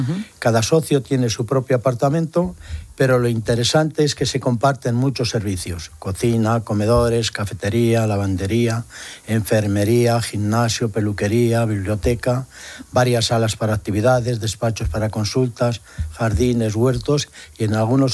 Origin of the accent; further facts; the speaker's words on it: Aranda de Duero, Castile and León, Spain; En mi pueblo, en Aranda de Duero